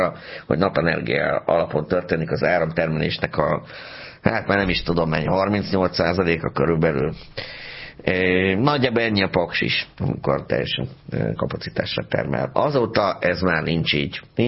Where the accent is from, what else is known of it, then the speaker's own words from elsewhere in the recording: Pécs, Baranya, Hungary; én ezt is el tudom mondani, hogy én pécsiként sosem libikókáztam, mert mi döcögőztünk, drága.